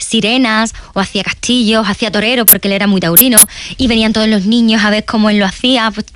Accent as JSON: {"language": "Spanish", "town": "Seville", "region": "Andalusia", "country": "Spain", "said": "fíjate que soy de Sevilla, que no tenemos mar, pero ahí está muy cerquita Cádiz, está Huelva"}